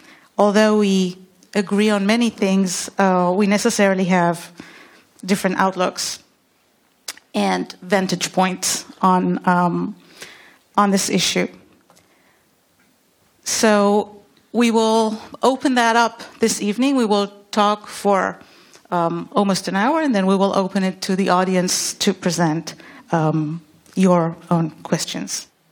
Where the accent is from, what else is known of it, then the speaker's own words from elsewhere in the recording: Israel; moved away as an adult; I was born and raised in Israel, where I practiced as a human rights and criminal defense lawyer and worked with many Palestinian clients and human rights organizations. I left Israel with my family in 2016